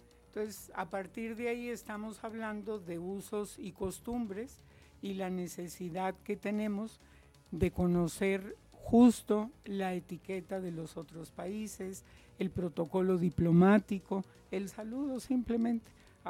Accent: Mexico

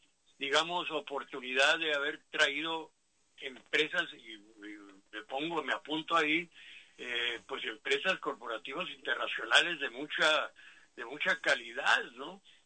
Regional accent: Mexicali, Baja California, Mexico; ahí por la Madero, ahí donde nací y crecí

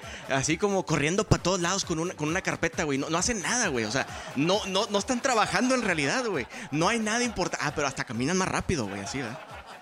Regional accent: Mexico

